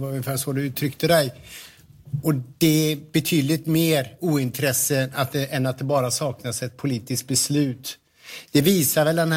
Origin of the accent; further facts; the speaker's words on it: Falköping, Västra Götaland County, Sweden; min hemstad Falköping